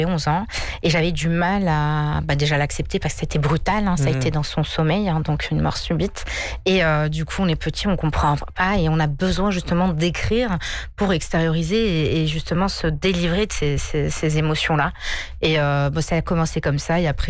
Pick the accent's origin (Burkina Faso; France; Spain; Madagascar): France; born there; je suis née en France.